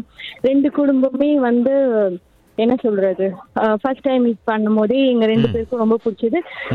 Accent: Puducherry, India; moved away; என்னோட சொந்த ஊர் பாண்டிச்சேரி, புதுச்சேரி சொல்லுவாங்க.

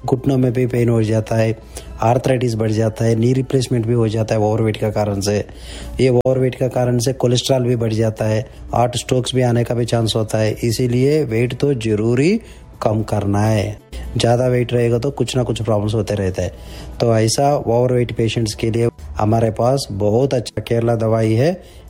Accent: South India, India; also born or lived in Kerala; now in Canada; मैं south India से हूँ।

